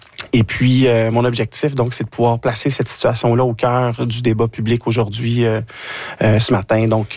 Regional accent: Maniwaki, Quebec, Canada; Je suis natif de Maniwaki, je suis le père de 3 grandes ados.

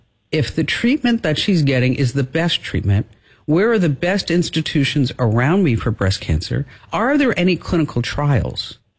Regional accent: New Jersey, United States

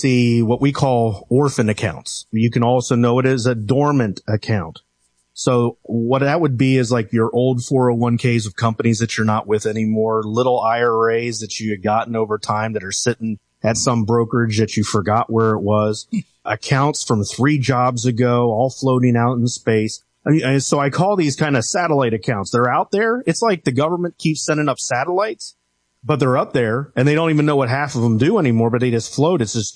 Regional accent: Cincinnati, Ohio, United States; I'm from the Midwest. So I went to a school in Cincinnati, Ohio, St. Xavier High School.

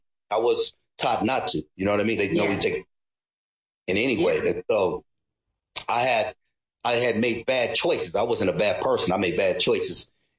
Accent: Philippines; me being a Filipino, I was raised as a Catholic, and I'm not here to knock Catholic. And so when I would go to church, they would bring me to St. Joseph Church near my neighborhood.

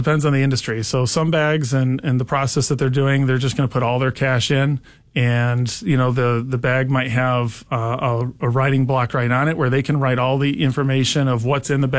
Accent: Mooreville, United States; I grew up in Mooreville, just outside Milan.

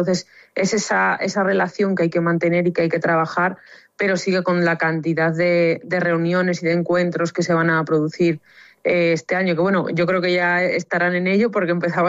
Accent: Salamanca, Castile and León, Spain; now in Zamora, Spain; Yo, como sabéis, soy de Salamanca, que lo he dicho muchas veces, y me vine ya a Zamora el lunes de la semana pasada.

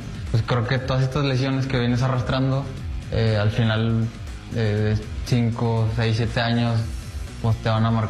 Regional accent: Mexico; somos mexicanos, somos un país que está muy unido

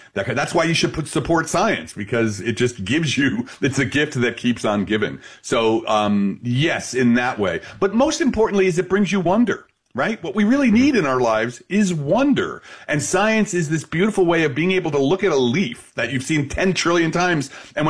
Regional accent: Belleville, New Jersey, United States

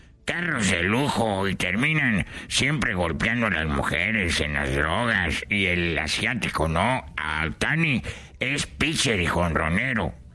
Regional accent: China; Mira, yo soy de China. Tú eres de Cuba.

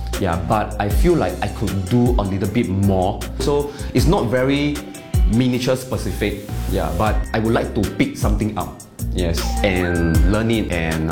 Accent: Singapore; as a Singaporean

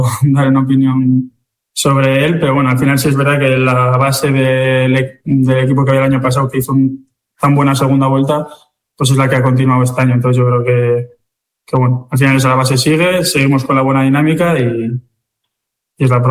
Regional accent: Basque Country, Spain

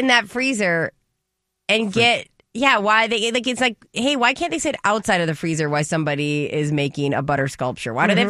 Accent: North Dakota, United States; I'm from North Dakota, where we claim that we invented taco pizza.

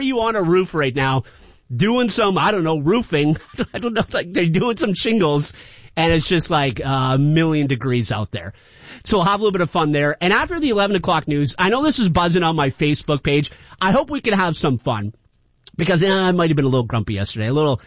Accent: Ontario, Canada; We're Canadian, but yeah, the one at Walkerville for Canada.

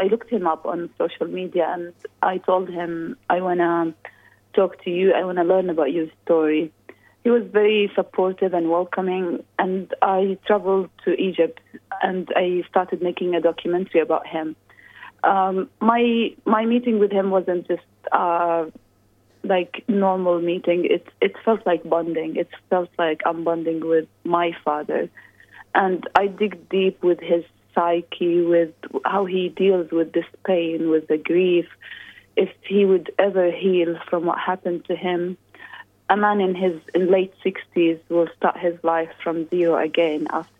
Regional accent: Jordan; And me as a Palestinian who was born and raised in Jordan, I can't wait to return to my homeland.

